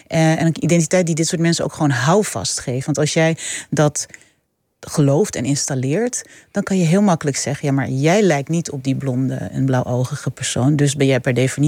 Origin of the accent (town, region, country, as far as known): Netherlands